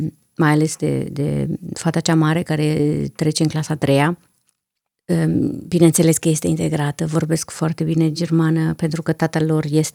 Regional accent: Alba County, Romania; moved away

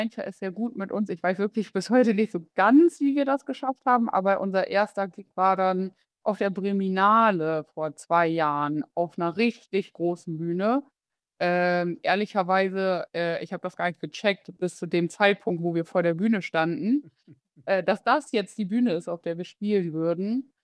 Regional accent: Bremen, Germany; ich bin aufgewachsen in Bremen-Nord.

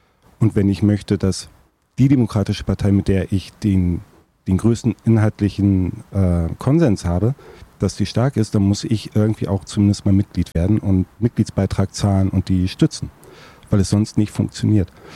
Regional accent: Ludwigslust, Mecklenburg-Vorpommern, Germany; now in Rostock, Germany; Ich lebe seit über 20 Jahren total gerne in Rostock. Rostock ist meine Heimatstadt geworden, aber geboren und aufgewachsen bin ich in Ludwigslust.

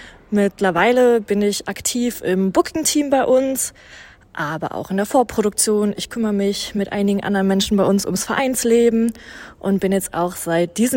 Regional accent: Mecklenburg-Vorpommern, Germany; bin seit mehreren Jahren beim Immergut aktiv. Ich komme zwar aus MV, aber nicht aus Neustrelitz

